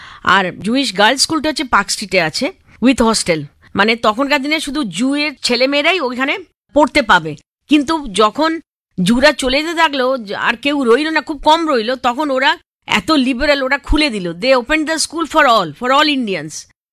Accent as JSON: {"language": "Bangla", "country": "India", "said": "এবং আমি যেহেতু ভারতীয়"}